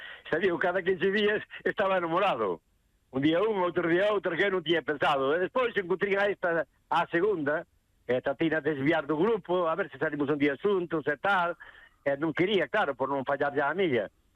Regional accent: Ribeira, Galicia, Spain; moved away; Pois é o son de Ribeira, vine aquí ao son que tiña unha moza.

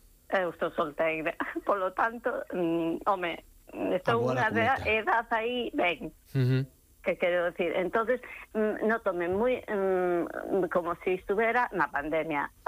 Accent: Betanzos, Galicia, Spain; Os que somos de Betanzos ou que vivimos en Betanzos, os que sabemos...

